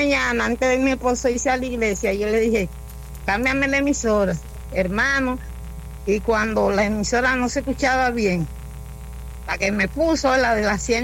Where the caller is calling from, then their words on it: Dominican Republic; desde Villarreal, los apartamentos.